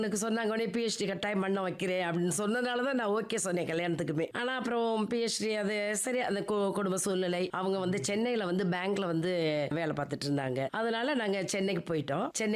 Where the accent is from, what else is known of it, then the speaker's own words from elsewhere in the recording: Madurai, Tamil Nadu, India; born there; also born or lived in Sivaganga district; நான் பிறந்தது வந்து சிவகங்கை மாவட்டம். 1961 பிறந்தேன். அதுக்கப்புறம் வந்து சிவகங்கை மாவட்டத்தில் இருந்து மதுரைக்கு வந்து இப்போ 63 ஆகின்றது. இந்த 63 மதுரை தான் எனக்கு எல்லாமே இருக்கு.